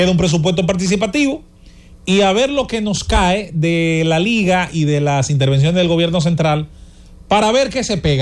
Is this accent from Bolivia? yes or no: no; Dominican Republic